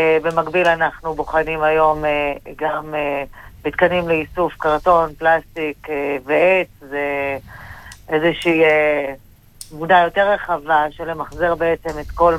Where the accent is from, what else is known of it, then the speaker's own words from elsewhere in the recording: Beersheba, Southern District, Israel; now in Me'ona, Israel; גדלתי בבאר שבע, היום אני מתגוררת במעונה, אחד מיישובי מעלה יוסף.